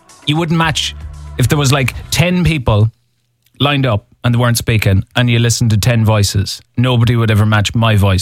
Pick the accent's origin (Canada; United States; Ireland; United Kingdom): Ireland; Connacht; I am a radio presenter and I am from Leitrim